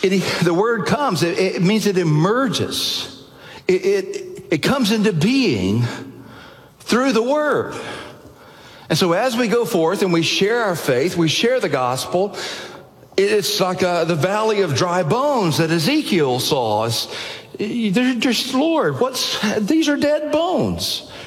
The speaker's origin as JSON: {"language": "English", "region": "Alabama", "country": "United States", "tie": "born or raised there", "said": "I was growing up in Alabama. I mean, you can't miss it. There's churches everywhere."}